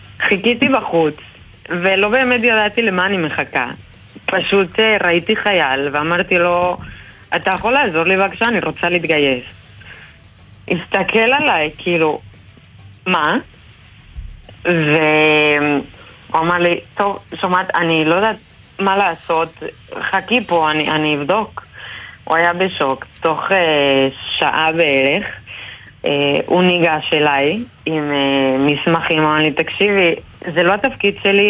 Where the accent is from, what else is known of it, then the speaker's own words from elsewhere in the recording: Mexico; Hebrew is a second language; now in Israel; ואני עליתי לארץ ממקסיקו לפני 10 שנים.